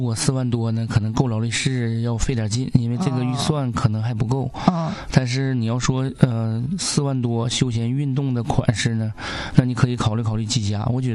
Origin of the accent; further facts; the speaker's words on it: Northeast China, China; accent: Northeastern Mandarin; 就看它那个犄角旮旯的地方，用咱们东北话是不是？